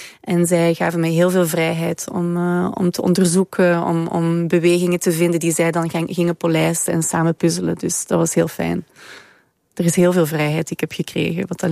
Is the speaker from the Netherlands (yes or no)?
no; Belgium; moved away; Ja, in België waar ik vandaan kom.